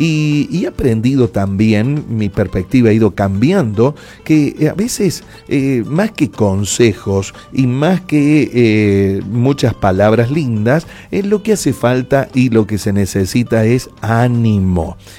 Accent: Argentina; nosotros como argentinos

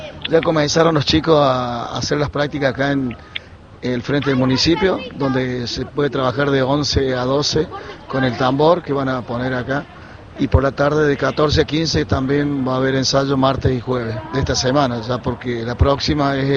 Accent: Argentina; Los valores que tenemos nosotros como ciudadanos argentinos

